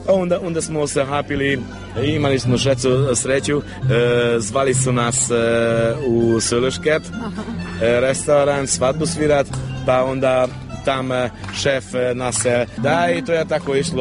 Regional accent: Serbia; moved away; Ja sam otišao iz Srbija već 16 godina i već ne, ne toliko.

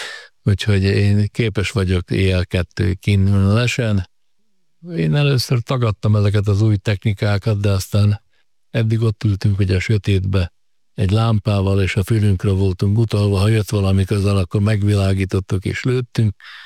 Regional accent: Nagybátony, Nógrád, Hungary; Hát a Nógrád megyének a keleti végéből származom, nagybátonyi vagyok, a gyerekkoromat az Agyvarónál az erdő közepén töltöttem

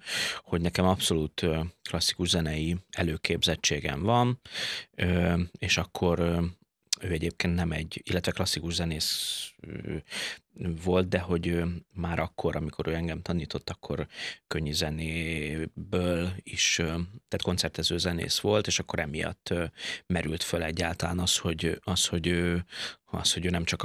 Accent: Pécs, Baranya, Hungary; Én pécsi születésű vagyok

